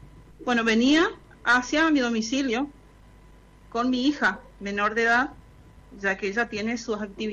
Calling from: Barranqueras, Chaco, Argentina; Yo soy de Barranqueras.

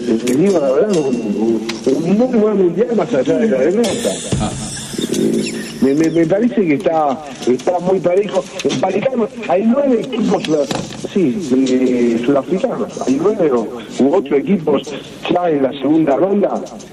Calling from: La Plata, Buenos Aires Province, Argentina; estoy en La Plata

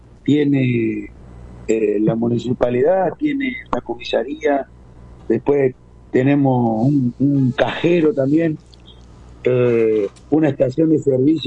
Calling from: Fortuna, San Luis, Argentina; A nosotros acá en Fortuna no

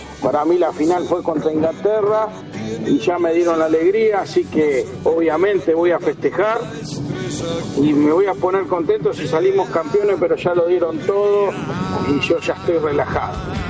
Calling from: Luján, Buenos Aires Province, Argentina; de Luján.

